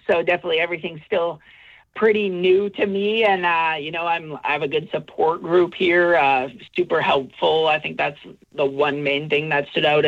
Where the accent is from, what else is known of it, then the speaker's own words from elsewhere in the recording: St. Albert, Alberta, Canada; So I'm from St. Albert. So I played double A in St. Albert